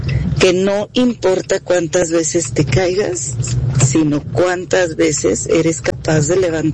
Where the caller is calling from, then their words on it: Arandas, Jalisco, Mexico; Saludos desde Arandas, Jalisco.